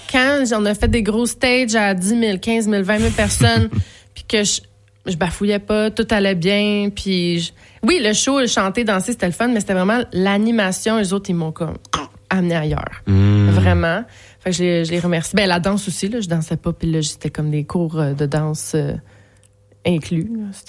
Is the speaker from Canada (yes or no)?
yes; Quebec, Canada; on vient du Québec